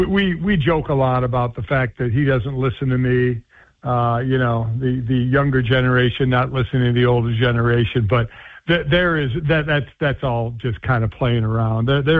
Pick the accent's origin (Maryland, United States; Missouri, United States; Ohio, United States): Ohio, United States; Cleveland; now in Arizona, United States; being from there, being my hometown.